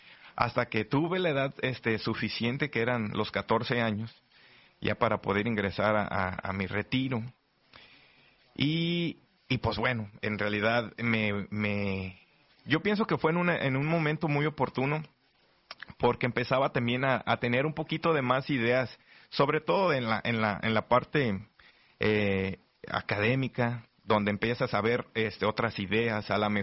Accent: Tequila, Jalisco, Mexico; de donde yo soy originario, en Tequila, Jalisco, precisamente más o menos como en los 90s

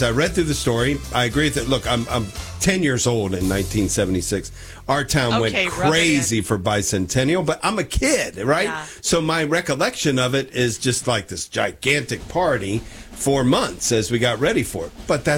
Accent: West Jefferson, Ohio, United States; So I was in my hometown yesterday of West Jefferson, Ohio, just west of Columbus, 5,000 people, agricultural community.

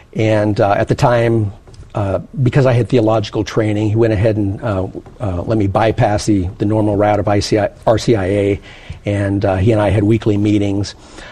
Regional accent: Houston, Texas, United States; but I grew up in Houston, Texas, by the way, and that's where I was living at the time.

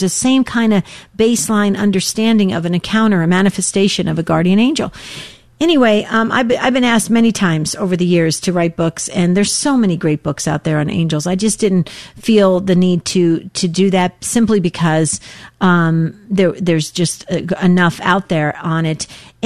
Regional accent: New Jersey, United States; now in Arizona, United States; I grew up in New Jersey

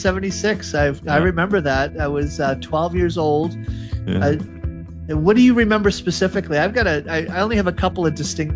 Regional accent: Boston, Massachusetts, United States; I grew up in Boston

